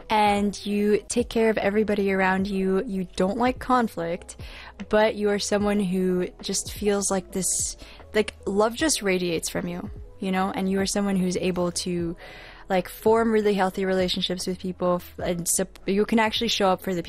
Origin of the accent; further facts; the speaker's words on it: Philippines; we are Filipino.